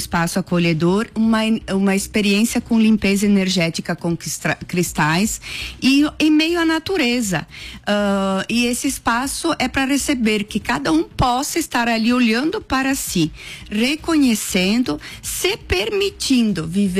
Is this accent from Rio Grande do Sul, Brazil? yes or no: yes; Nova Bassano, Rio Grande do Sul, Brazil; sou de Nova Bassano.